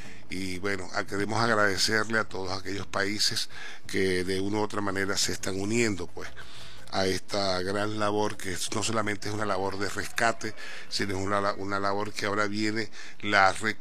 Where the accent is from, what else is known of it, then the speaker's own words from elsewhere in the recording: Venezuela; Tenemos que meterle la mano porque todos somos venezolanos